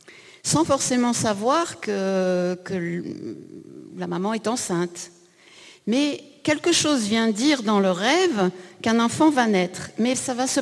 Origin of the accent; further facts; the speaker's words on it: France; ici chez nous en France